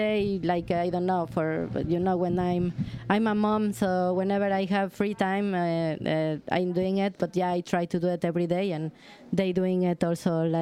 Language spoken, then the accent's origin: English; Mexico; moved away as an adult; now in Brighton, United Kingdom; I'm living in England, in Brighton. 11 years ago, yeah, I had been living there. I'm from Mexico